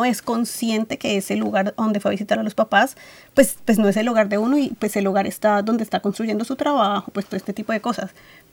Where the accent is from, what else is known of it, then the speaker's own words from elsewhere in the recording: Cali, Valle del Cauca, Colombia; moved away as an adult; also born or lived in Brisbane; now in Adelaide, Australia; yo vengo de Cali, que es 35 grados centígrados todo el año.